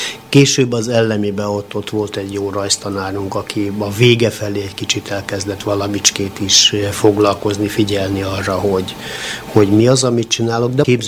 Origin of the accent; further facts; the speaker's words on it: Horgoš, Vojvodina, Serbia; now in Canada; Én földműves szülőktől, tehát Horgoson, Vajdaságban, tehát Szeged és Szabadka közötti területen születtem. Ennek a maga előnye és hátránya is nyilván ugyanúgy megvolt, hiszen falu volt